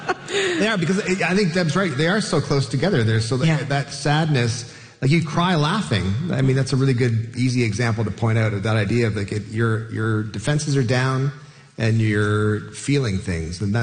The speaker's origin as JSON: {"language": "English", "country": "Canada", "said": "I think for a long time, Canadians felt ashamed to be proud of being Canadian."}